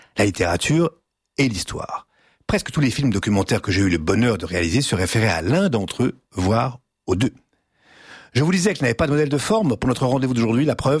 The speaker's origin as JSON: {"language": "French", "country": "France", "said": "Nous sommes français"}